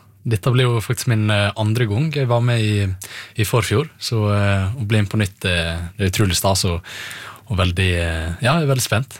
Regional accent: Volda, Møre og Romsdal, Norway; jeg er fra Volda på Sunnmøre, og jeg begynte i kulturskolen da jeg var rundt 5 år gammel

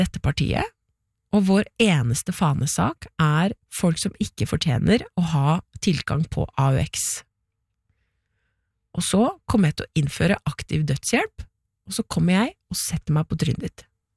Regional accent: Porsgrunn, Telemark, Norway; åh, den låten her vokste jeg opp med i Porsgrunn, og den dritlettest der, og så det ingen andre for Porsgrunn

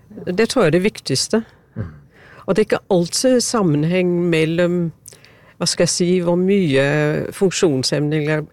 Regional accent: Denmark; Norwegian is a second language; Jeg er opprinnelig fra Danmark. Og prøver å snakke norsk, men jeg vet jeg høres ut som en tysker.

